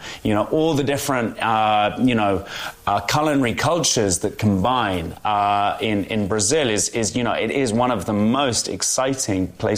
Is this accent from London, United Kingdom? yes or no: yes; London, United Kingdom; moved away; the neighborhood I grew up in South London is very heavily South American, but also quite heavily Portuguese.